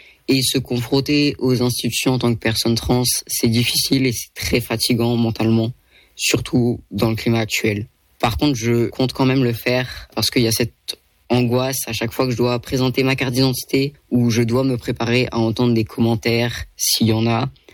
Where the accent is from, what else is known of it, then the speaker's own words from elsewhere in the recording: France; born there; je suis français, je suis né en France.